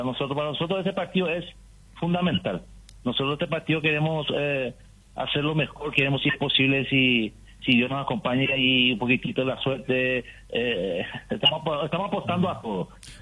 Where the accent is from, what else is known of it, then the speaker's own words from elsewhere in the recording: Pastoreo, Itapúa, Paraguay; yo soy de Pastoreo, la ciudad de Pastoreo.